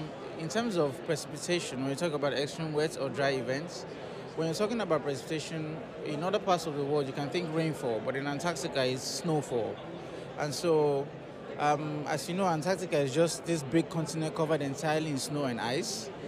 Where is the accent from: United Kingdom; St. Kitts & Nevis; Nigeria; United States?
Nigeria; English is a second language; now in Hobart, Australia; I'm Nigerian. I am with the University of Tasmania.